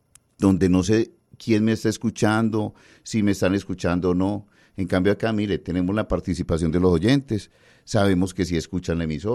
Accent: Antioquia, Colombia; Somos antioqueños

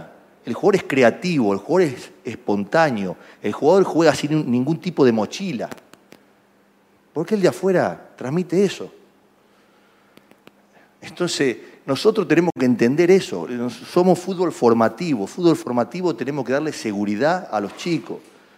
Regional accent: Rosario, Santa Fe, Argentina; yo soy de Rosario

